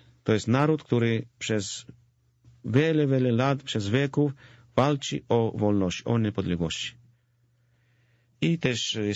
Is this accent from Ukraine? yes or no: no; Georgia; teraz pracuję i z proboszczem w swojej wiosce rodzinnej.